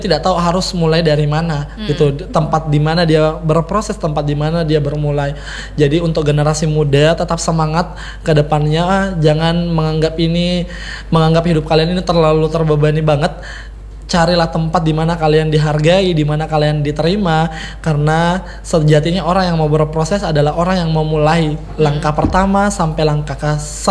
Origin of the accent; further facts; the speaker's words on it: South Sulawesi, Indonesia; Di sini saya sebagai putra Sulawesi Selatan 2026.